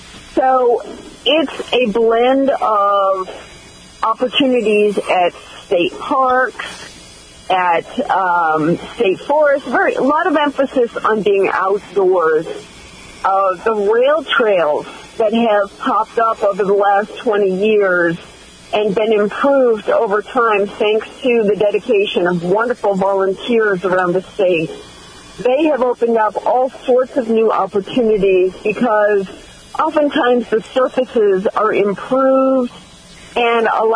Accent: Massachusetts, United States; I grew up in Massachusetts, and as many of your listeners can appreciate, number 6 out of 7 children in the family.

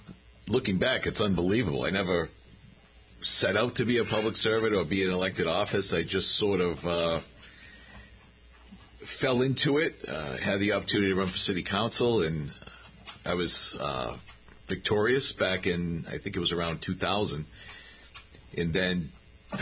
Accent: Taunton, Massachusetts, United States; Spent a lot of time as a kid at the Taunton YMCA

